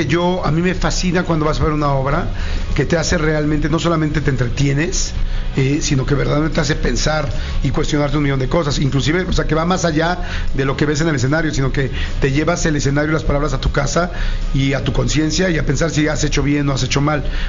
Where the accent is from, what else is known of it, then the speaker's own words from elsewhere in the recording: Mexico; hace mucho tiempo que no me sentía orgulloso de gritar soy mexicano.